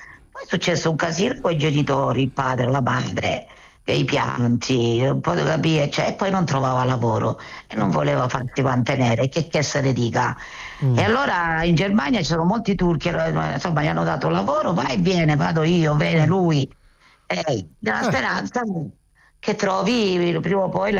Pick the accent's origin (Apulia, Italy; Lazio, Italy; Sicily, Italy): Apulia, Italy; Galatina; Galatina, provincia di Lecce.